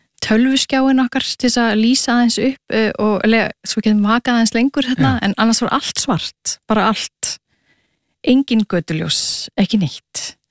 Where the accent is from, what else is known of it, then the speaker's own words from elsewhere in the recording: Reykjavík, Capital Region, Iceland; já, ég er reykvíkingur og er sem sagt alinn upp í hérna í Laugardalinn, eða í hverjunni við Laugardalinn og hérna og var í Langholtsskóla.